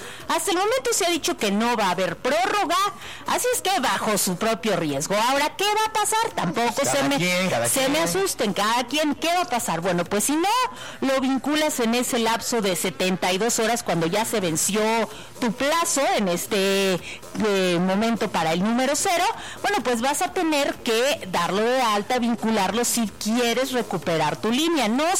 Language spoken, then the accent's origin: Spanish; Mexico; Oye, y como buen mexicano, al último momento, sí.